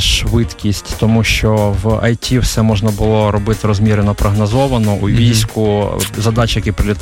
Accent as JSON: {"language": "Ukrainian", "region": "Kyiv", "country": "Ukraine", "tie": "born or raised there", "moved": "as an adult", "said": "Я киянин, і я вперше в житті переїхав. Я все життя жив у Києві, я вперше переїхав."}